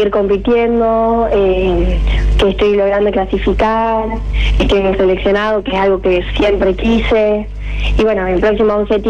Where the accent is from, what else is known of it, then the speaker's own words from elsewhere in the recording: Arequito, Santa Fe, Argentina; yo soy de Arequito, tengo 16 años